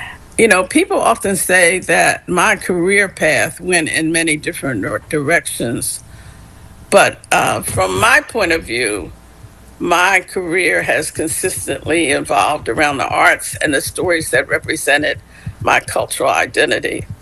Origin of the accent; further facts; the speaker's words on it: Philadelphia, Pennsylvania, United States; I was raised in North Philadelphia in a stable and aspirational neighborhood that included Black doctors, lawyers, teachers, store owners, and nurses, as well as solid middle-class, working-class folks.